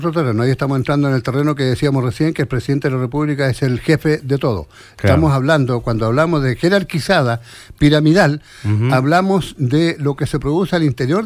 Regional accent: Chile; Orgullosísimos nos tenemos que sentir nosotros como chilenos

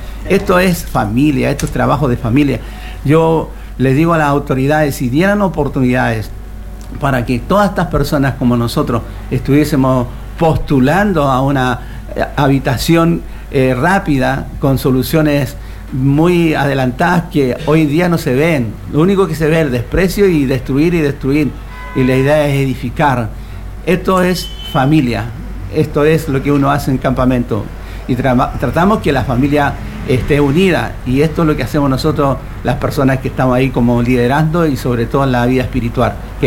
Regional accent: Chile; Yo soy chileno

